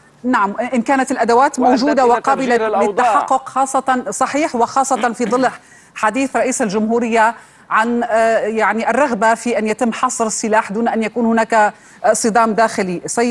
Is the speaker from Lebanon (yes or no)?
yes; Lebanon; تحدثنا كلبنانيين